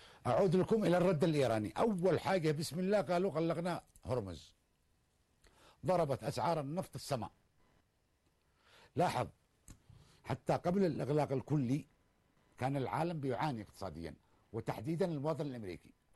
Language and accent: Arabic; Yemen